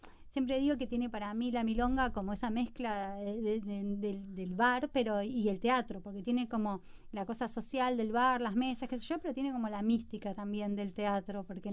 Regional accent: Buenos Aires, Argentina; yo me crié en Buenos Aires, y entonces en Buenos Aires aprendí a bailar tango

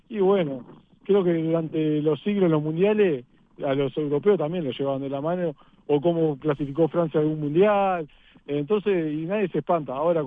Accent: Uruguay; Nosotros como uruguayos le queremos ganar siempre.

